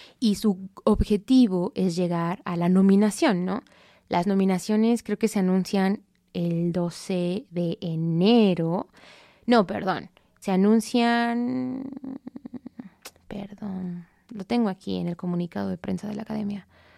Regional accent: Mexico City, Mexico; now in New York, United States; Sí, crecí en la Ciudad de México, en un valle, pero yo soy hija del sol.

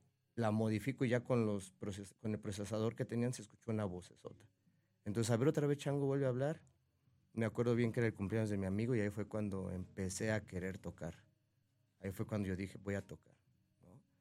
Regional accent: Mexico City, Mexico; ahí en el barrio, en Leyes

